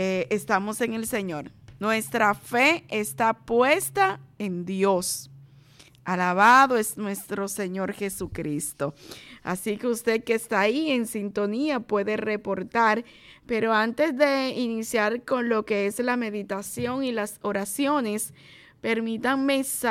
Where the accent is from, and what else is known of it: Dominican Republic